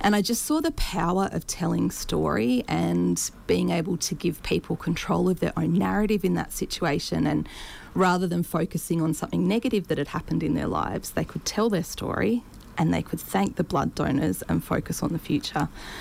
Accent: New South Wales, Australia; moved away as an adult; also born or lived in Canberra; now in Sunshine Coast, Australia; I don't think I'd ever call myself a Queenslander, being a country New South Wales girl initially

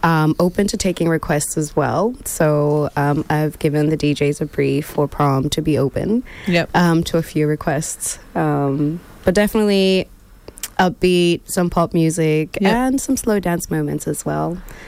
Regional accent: Brisbane, Queensland, Australia; moved away; I grew up in Brisbane for, I guess, a lot of my years. I moved here in about 2008. And I was still very young then

